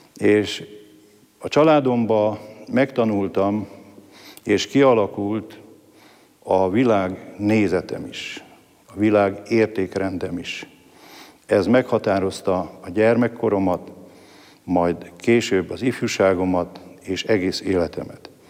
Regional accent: Csávás, Mureș County, Romania; now in Slovenia; bortermő vidék, maga Küküllő nagyjából 120 km borvidék. Onnan származom, a település neve Csávás. Csávás Erdély közepébe egy szintiszta magyar falu volt.

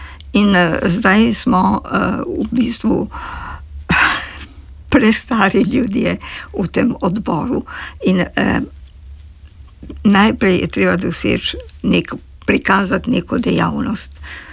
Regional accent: Trieste, Friuli-Venezia Giulia, Italy; first language Slovenian; Da smo tržačani, čisto krvni, bastardni, če hočete, tržačani. Ker tržačan je mešanček.

